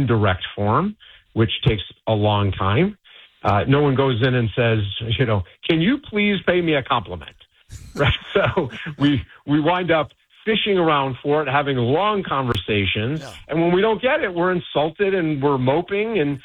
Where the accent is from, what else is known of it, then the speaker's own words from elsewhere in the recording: Michigan, United States; I grew up in Michigan, so it was cold.